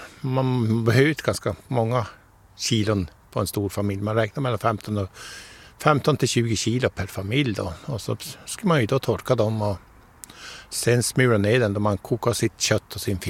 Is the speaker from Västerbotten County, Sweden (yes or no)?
yes; Tärna, Västerbotten County, Sweden; som barn hemma i Tärna